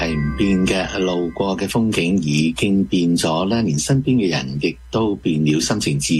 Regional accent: Canada; 身为加拿大人呢，我都是感觉到呢是自豪。

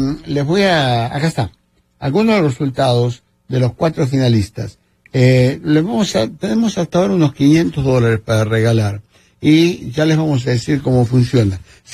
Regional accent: Argentina; Yo como argentino estoy celebrando, maravilloso

